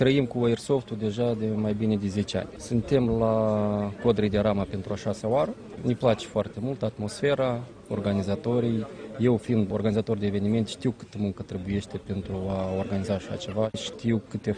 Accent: Chișinău, Moldova; Suntem de la Chișinău, suntem airsoftarena.media … am venit cu 20 de persoane, suntem unul din cele mai mari cluburi din Republica Moldova

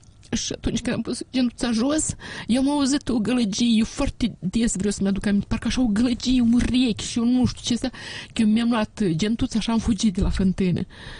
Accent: Chirileni, Ungheni District, Moldova; moved away; din Chirileni

